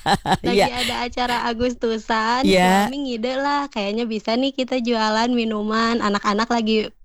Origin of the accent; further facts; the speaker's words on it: Bandung, West Java, Indonesia; Aku asli Bandung